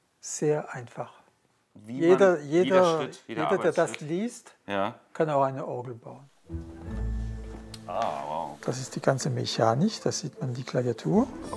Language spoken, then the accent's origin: German; Grand Est, France; Das sind ja hier in der Mosel, also Lothringen. Aber ich bin ein Elsässer.